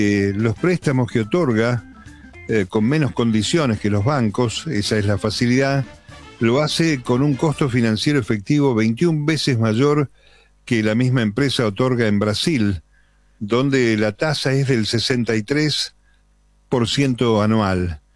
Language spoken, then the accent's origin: Spanish; Caseros, Buenos Aires Province, Argentina; soy de Caseros